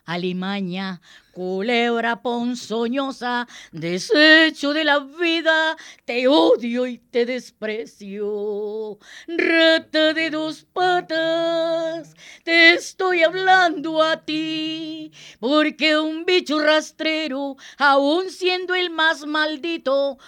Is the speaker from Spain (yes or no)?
no; Cali, Valle del Cauca, Colombia; born there; also born or lived in Cartago, Valle del Cauca